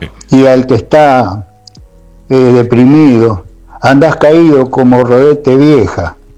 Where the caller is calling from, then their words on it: Mar del Plata, Buenos Aires Province, Argentina; Hola Oscarito, ¿cómo andás? Quiero ver el presente … de Mar del Plata.